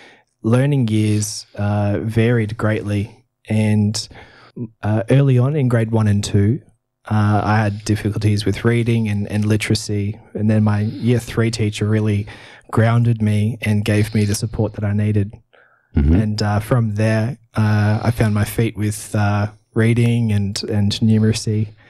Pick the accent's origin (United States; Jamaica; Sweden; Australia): Australia; Townsville, Queensland; I was born in Townsville, and we were raised in Queensland.